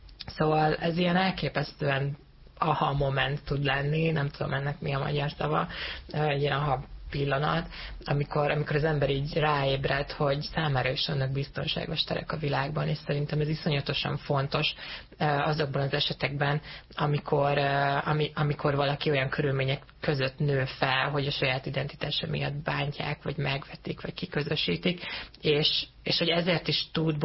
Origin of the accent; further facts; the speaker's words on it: Hungary; Én ugye transznemű fiatalként nőttem fel Magyarországban, egy vidéki kis faluban